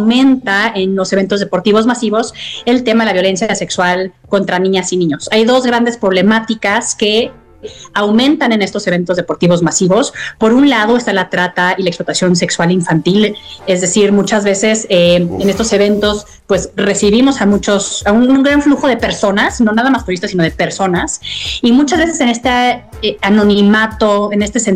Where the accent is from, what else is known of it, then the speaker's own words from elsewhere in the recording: Mexico; como mexicanos, como ciudadanos del mundo